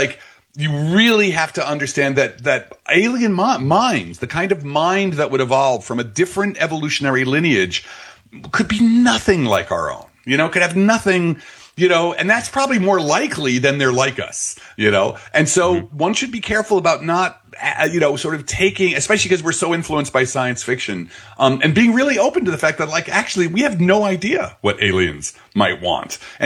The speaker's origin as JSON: {"language": "English", "town": "Belleville", "region": "New Jersey", "country": "United States", "said": "First of all, go Jersey. I'm from Jersey. I'm from like the Newark area. I'm up from Belleville."}